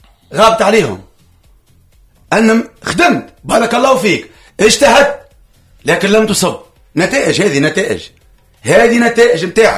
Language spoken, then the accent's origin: Arabic; Tunisia; أنا كتونسي